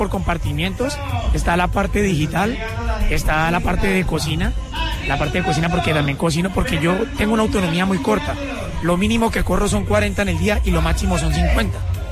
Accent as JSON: {"language": "Spanish", "region": "Valle del Cauca", "country": "Colombia", "said": "yo soy valluno"}